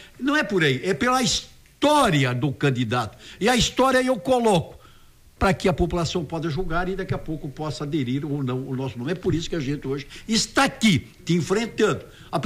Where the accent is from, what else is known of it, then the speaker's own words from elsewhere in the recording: Braço do Norte, Santa Catarina, Brazil; also born or lived in Itajaí; eu nasci lá em Braço do Norte. E quando eu nasço em Braço do Norte, eu nasço de um pai operário, meu pai era operário de uma fábrica de espelho, da Espelho Santa Luzia, e a minha mãe era uma dona de casa.